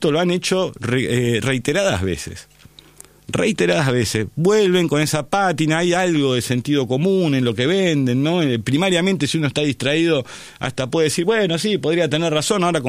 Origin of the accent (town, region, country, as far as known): Argentina